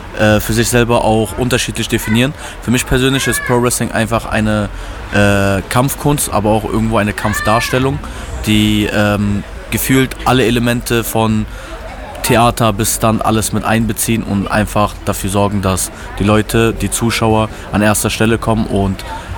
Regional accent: Berlin, Germany; first language Turkish; German is a second language; ich bin auf jeden Fall türkischstämmig. Ich bin türkisch aufgewachsen, aber gleichzeitig bin ich hier geboren und aufgewachsen.

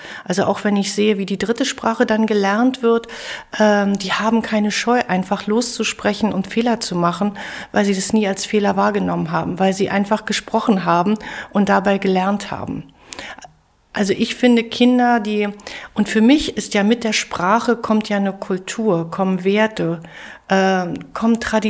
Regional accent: Germany; also born or lived in South Africa; Südafrika gelebt, an der Deutschen Internationalen Schule Johannesburg. So, ich kenne das, wie man ist als Deutscher im Ausland.

